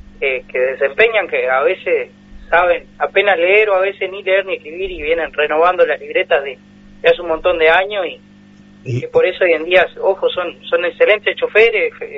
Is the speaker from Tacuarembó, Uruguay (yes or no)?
yes; Tacuarembó, Uruguay; Soy de Tacuarembó, tengo 26 años, siempre fui de acá.